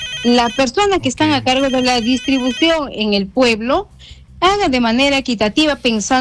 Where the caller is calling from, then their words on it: Peru; una de las hijas de uno de los damnificados de Pumpunga, del sismo que ha azotado mi pueblo